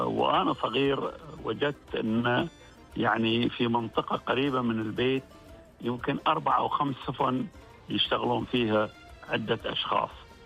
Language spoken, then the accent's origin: Arabic; Bahrain; عندنا في البحرين منطقة اسمها النعيم، وهي في السابق كانت تسمى قرية النعيم لكبر مساحتها